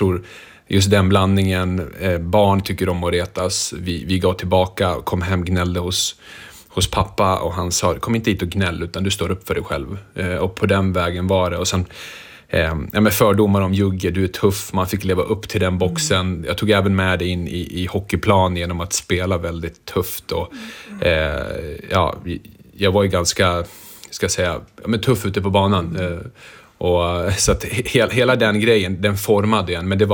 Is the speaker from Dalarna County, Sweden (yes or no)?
yes; Rättvik, Dalarna County, Sweden; also born or lived in Yugoslavia; Jag tror geografiskt så växte jag upp perfekt mellan orterna Mora och Leksand, så det var ofrånkomligt att inte komma i kontakt med ishockeyn.